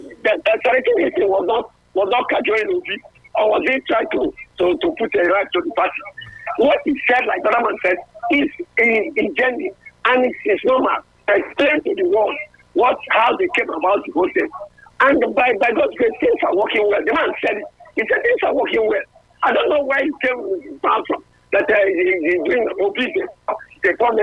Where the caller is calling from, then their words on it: Asaba, Delta, Nigeria; I'm calling from Asaba.